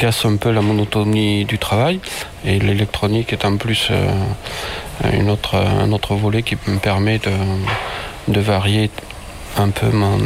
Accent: Occitanie, France; now in Millau, France; je tenais absolument à rester sur Millau puisque c'était une région que j'adore, quoi. Je suis moi-même lotois d'origine, donc je suis un peu voisin. Disons que j'étais venu sur Millau finalement pour... c'est l'attrait du vol libre, je faisais du deltaplane. Et donc je me suis installé à Millau pour ça.

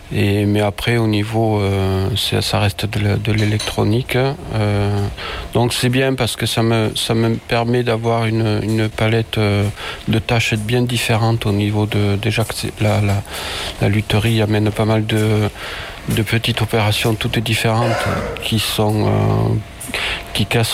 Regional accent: Occitanie, France; now in Millau, France; je tenais absolument à rester sur Millau puisque c'était une région que j'adore, quoi. Je suis moi-même lotois d'origine, donc je suis un peu voisin. Disons que j'étais venu sur Millau finalement pour... c'est l'attrait du vol libre, je faisais du deltaplane. Et donc je me suis installé à Millau pour ça.

